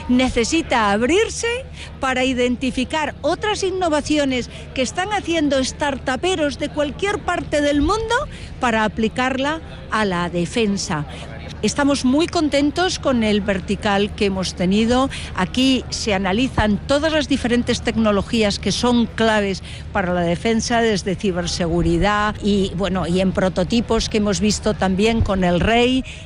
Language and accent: Spanish; Spain; porque además de españoles, somos europeos, somos iberoamericanos. Yo me siento súper privilegiada de la gran región a la que pertenezco.